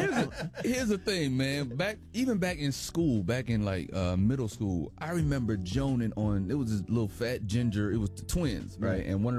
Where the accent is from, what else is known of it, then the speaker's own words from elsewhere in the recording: Trinidad & Tobago; also born or lived in Germany; No. I'm Trinidadian. I grew up in Germany by way of the army. So I'm not German at all.